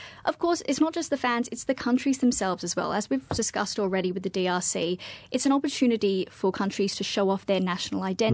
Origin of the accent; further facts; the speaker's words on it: Australia; It pains me to say that as an Aussie.